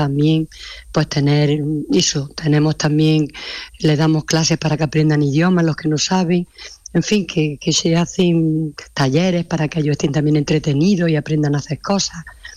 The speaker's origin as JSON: {"language": "Spanish", "town": "Pitres", "region": "Andalusia", "country": "Spain", "tie": "born there", "moved": "yes", "said": "yo soy de Pitre"}